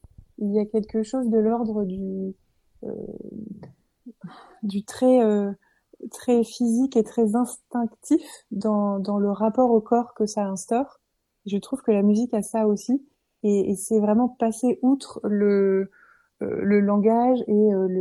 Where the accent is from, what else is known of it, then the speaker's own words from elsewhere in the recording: Briançon, Provence-Alpes-Côte d'Azur, France; je viens de Briançon dans les Hautes-Alpes, donc très loin de la mer, enfin, relativement loin de la mer, en tout cas très loin de l'océan.